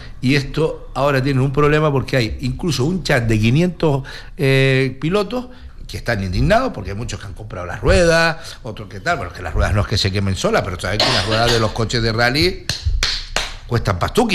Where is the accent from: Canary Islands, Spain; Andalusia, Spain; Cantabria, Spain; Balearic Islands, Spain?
Canary Islands, Spain; Arrecife; es verdad que mi padre era de Aría. Yo me crié en Arrecife, en el Lomo.